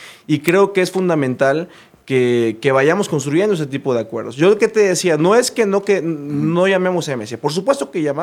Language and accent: Spanish; Mexico; antes de ser priistas, panistas o de Movimiento Ciudadano, somos mexicanos